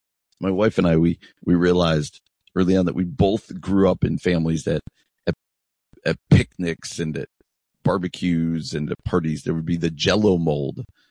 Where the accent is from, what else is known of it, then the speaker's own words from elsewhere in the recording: New Jersey, United States; I grew up in New Jersey. I grew up on the East Coast.